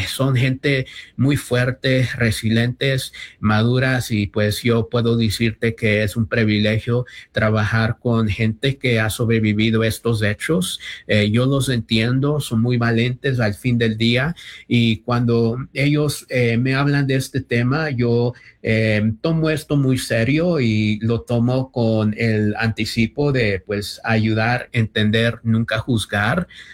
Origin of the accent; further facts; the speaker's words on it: Los Angeles, California, United States; born there; also born or lived in Oaxaca, Mexico; Yo personalmente soy mexicano, nací en Oaxaca, México, tuve la experiencia de ser inmigrante, humildemente crecí en el sur centro de Los Ángeles durante un tiempo, también no conté con los papeles y pues crecí en el sur centro de Los Ángeles.